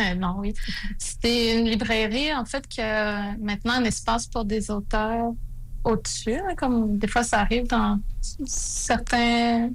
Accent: Pessamit, Quebec, Canada; Je viens de la communauté de Pessamy.

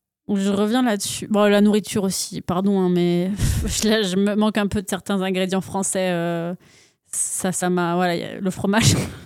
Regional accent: France; first language French; moved away as an adult; now in Canada; je suis française

